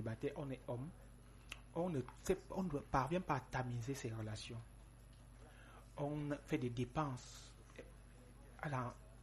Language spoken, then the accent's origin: French; Cameroon; telle que nous sommes Camerounais.